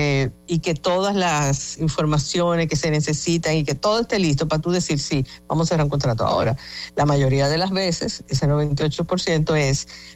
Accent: Dominican Republic; me duele como dominicana

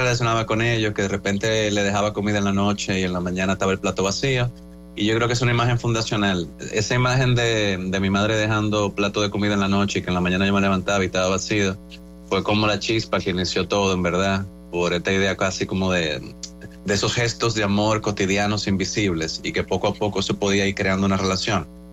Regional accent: Santo Domingo, Distrito Nacional, Dominican Republic; la ciudad de Santo Domingo, que es la ciudad donde yo nací y crecí

